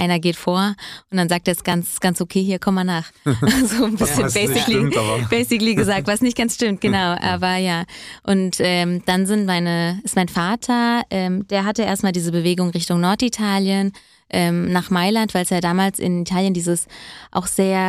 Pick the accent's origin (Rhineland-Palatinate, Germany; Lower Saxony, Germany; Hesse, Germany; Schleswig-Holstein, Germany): Hesse, Germany; born or raised there